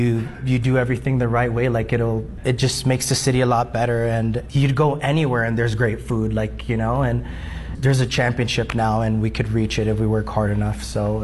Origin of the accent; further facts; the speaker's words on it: Florida, United States; moved away as an adult; now in Colorado Springs, United States; South Florida. That's my hometown.